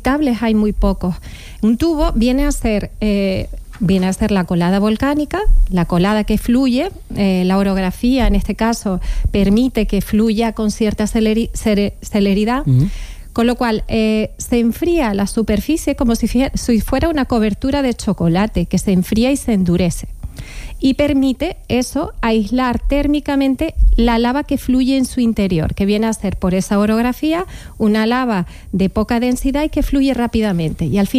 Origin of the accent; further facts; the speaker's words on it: Tenerife, Canary Islands, Spain; Bueno, yo que soy de Tenerife, tenemos temblores con cierta frecuencia.